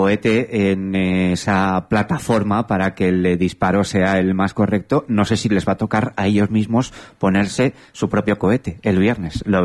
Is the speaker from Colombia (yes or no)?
no; Spain; Yo también soy un chico de Griseras. Fui al cole, viví en aquel entorno durante toda mi infancia